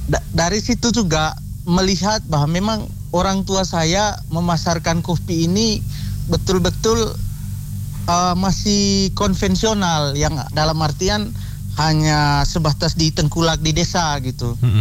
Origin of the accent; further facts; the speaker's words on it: East Nusa Tenggara, Indonesia; born there; moved away as an adult; saya kembali ke desa saya di Manggarai Timur, tepatnya di Desa Colol. Nah, di sana saya karena juga anak seorang petani dan juga punya kebun kopi